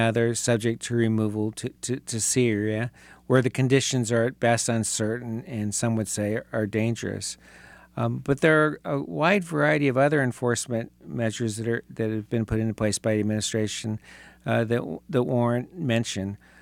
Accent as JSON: {"language": "English", "town": "Los Angeles", "region": "California", "country": "United States", "said": "because I'm from Los Angeles"}